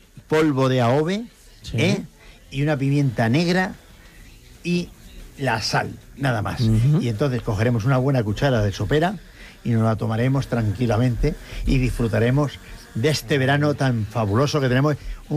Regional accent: Toledo, Castilla-La Mancha, Spain

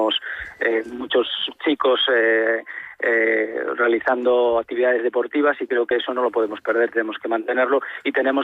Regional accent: Pontedeume, Galicia, Spain; porque yo soy muy de Pontedeume

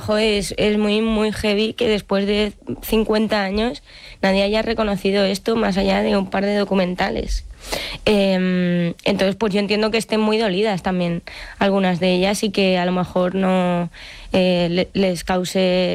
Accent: Madrid, Community of Madrid, Spain; viví una adolescencia en la que yo también que soy de Madrid y el feminismo pues en 2019-2018 era una locura

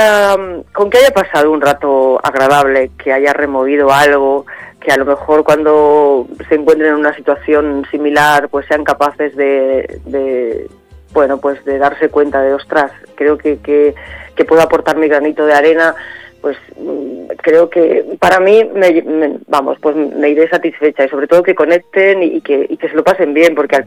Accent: Puertollano, Castilla-La Mancha, Spain; moved away; También quiero decir que tanto el director como yo somos manchegos.

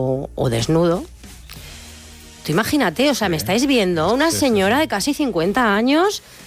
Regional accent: Bilbao, Basque Country, Spain; pero yo soy de Bilbao, no podía reculear, ¿sabes?

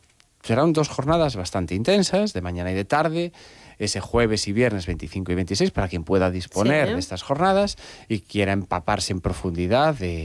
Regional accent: Galicia, Spain; Al final, Galicia es amplia y tiene, se enriquece mucho un poco de, oye, pues en mi pueblo cogemos esta también

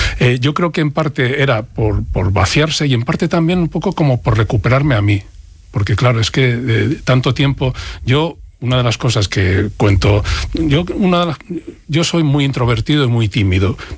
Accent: Madrid, Community of Madrid, Spain; born there; al barrio de Usera, que es donde yo nací, muy orgulloso de nacer allí en Usera.

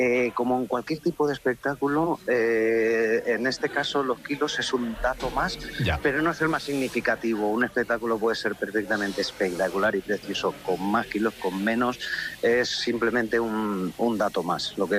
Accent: Valencian Community, Spain; somos una empresa que venimos desde Valencia y, lógicamente, pues tenemos un poco ese sello, todos los valencianos

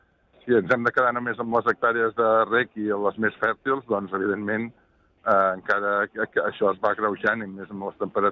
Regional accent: Catalonia, Spain; soc del Penedès i bàsicament tinc vinyes

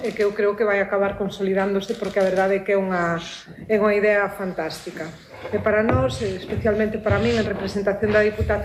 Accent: Antas, Galicia, Spain; Eu bromeaba ao principio, decía que viña de Antas, porque é certo, veño de Antas e para mí non hai territorio mellor que aquel

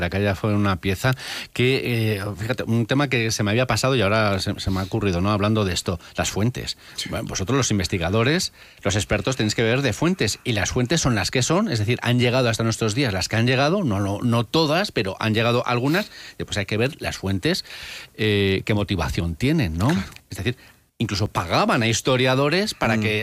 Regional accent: León, Castile and León, Spain; la gente que somos de León

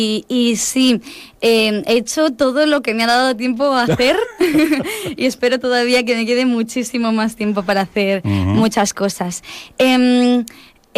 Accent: Ibiza, Balearic Islands, Spain; also born or lived in Sant Joan de Labritja; somos de Can Marja, de San Joan de la Britja. Y yo ya nací en Ibiza, en Ibiza ciudad, con mis padres, y fui al colegio aquí en la ciudad de Ibiza, pero siempre he estado muy conectada a San Joan

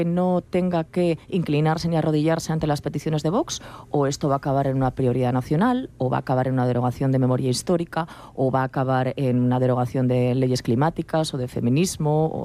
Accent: Aragon, Spain; hemos visto BNG o Chunta Aragonesista en mi tierra, que también crecieron

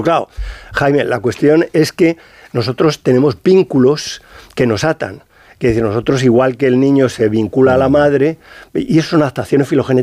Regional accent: Madrid, Community of Madrid, Spain; now in Salamanca, Spain

